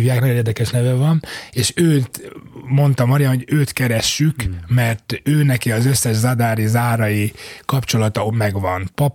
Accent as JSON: {"language": "Hungarian", "town": "Makó", "region": "Csongrád-Csanád", "country": "Hungary", "tie": "born there", "said": "Ez Makón volt, Makón születtem, és Makón a Vörös Csillag mozi"}